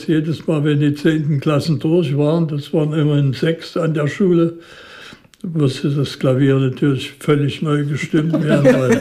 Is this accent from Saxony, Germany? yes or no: yes; Dresden, Saxony, Germany; zu Maler ging man als Dresdner vielleicht nicht so häufig als zu Mozart.